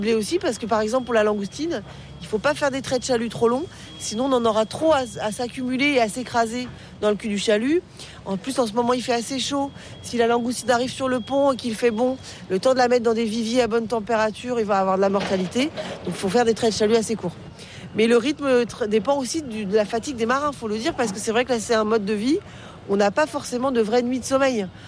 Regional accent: Brittany, France; On dit le bao, sinon chez nous en Bretagne.

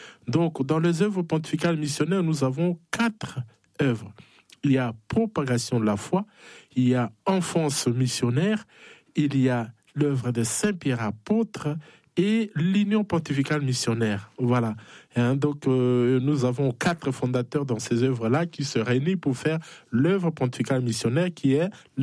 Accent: DR Congo; moved away; Moi d'abord, je suis congolais d'origine, de la République démocratique du Congo.

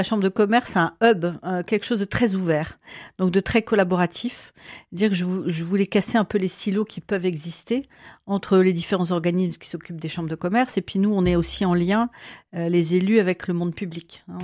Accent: Lille, Hauts-de-France, France; je suis une pure ch'ti, hein, je suis lilloise depuis X générations.

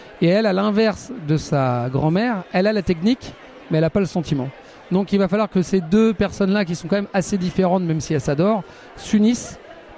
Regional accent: Brittany, France; Et puis le prix West, évidemment, ça résonne particulièrement parce que moi je suis breton.

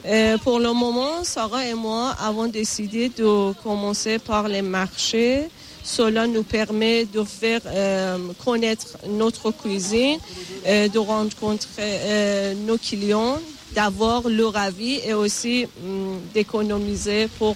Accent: Iran; je suis iranienne.

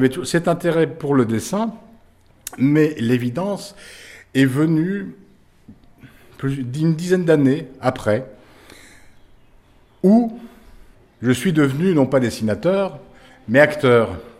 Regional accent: Château-Regnault, Grand Est, France; also born or lived in Charleville; Je suis né à Charleville et j'ai poussé à Château-Regnault, où aussi il y a un site majeur.

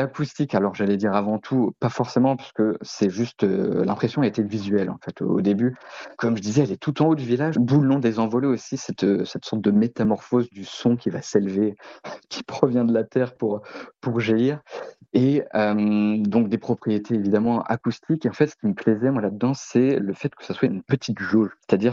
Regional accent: Lannion, Brittany, France; Moi, en fait, je suis originaire de Lannion, un tout petit peu au nord de Lochinvel, de Belle-Île-en-Terre.

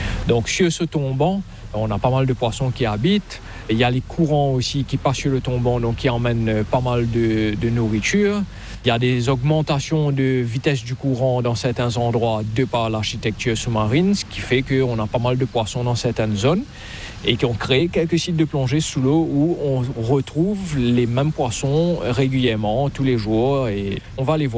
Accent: Brittany, France; On est de la Bretagne.

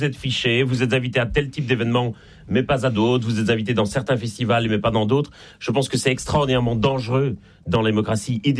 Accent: Belgium; moved away as an adult; now in Paris, France; ça s'entend un peu d'ailleurs à mon accent. Je suis en Belgique et je ne suis pas né en France, même si j'habite

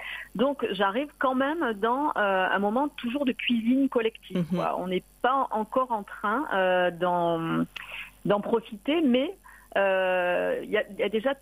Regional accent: Marseille, Provence-Alpes-Côte d'Azur, France; parce que moi je viens de Marseille

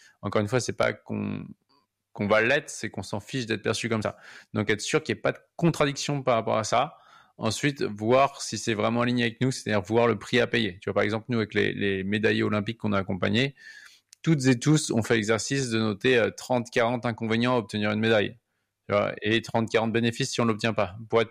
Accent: France; Et donc, chez nous, en France, on est plus en train d'attendre que l'État va nous soutenir

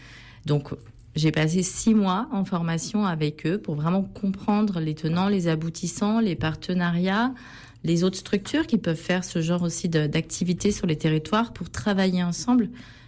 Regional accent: Valence, Auvergne-Rhône-Alpes, France; moved away as an adult; also born or lived in Paris suburbs; ça fait maintenant 5-6 ans que je suis sur Valence, revenue sur les terres natales.

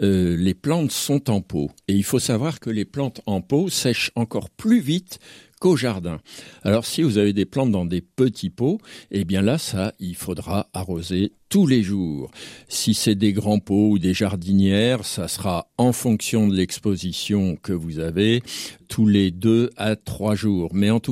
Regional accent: Hauts-de-France, France; C'est mon origine qui veut ça, hein. Je suis un vrai ch'timi, c'est comme ça.

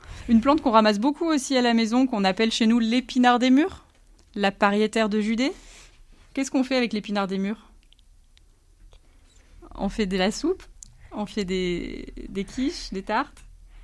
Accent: Grenoble, Auvergne-Rhône-Alpes, France; moi je ne suis pas originaire d'ici, je suis grenobloise

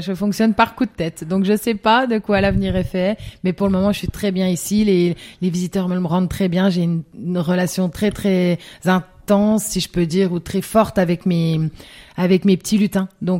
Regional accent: Grand Est, France

